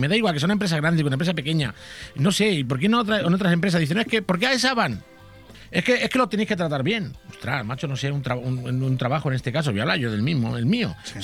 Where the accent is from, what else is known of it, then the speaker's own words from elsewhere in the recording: Spain; Somos españoles.